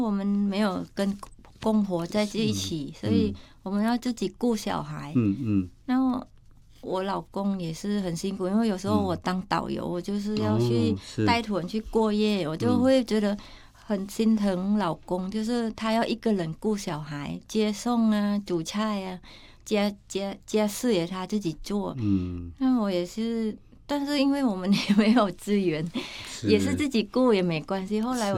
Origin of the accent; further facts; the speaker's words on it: Thailand; moved away as an adult; now in Taiwan; 我说：“哦，我来自泰国。”对啊，所以我就会说：“我是来自泰国，可是我嫁给台湾人了，我也是台湾人。”